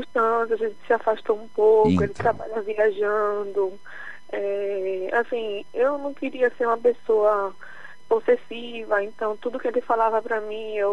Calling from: Recife, Pernambuco, Brazil; De Recife.

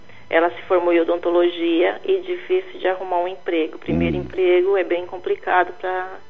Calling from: Gravatal, Santa Catarina, Brazil; Eu falo de Gravatal, Santa Catarina.

